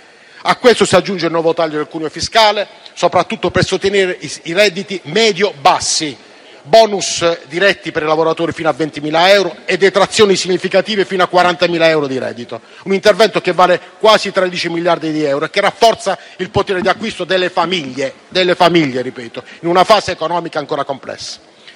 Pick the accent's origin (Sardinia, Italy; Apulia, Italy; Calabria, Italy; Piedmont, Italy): Apulia, Italy; Bari; Io sono di Bari, una città del sud